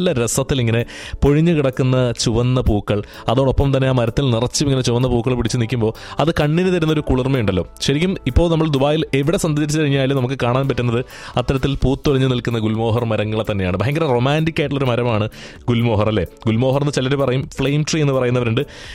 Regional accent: Kerala, India; ഇപ്പോൾ coming back from നമ്മുടെ കേരളത്തിൽ നിന്ന് വരുന്നവരായതുകൊണ്ട് തന്നെ

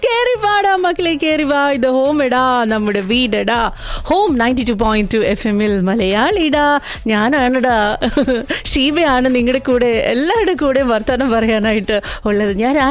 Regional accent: Thiruvananthapuram, Kerala, India; ഞങ്ങൾ തിരുവനന്തപുരത്തുകാരുടെ

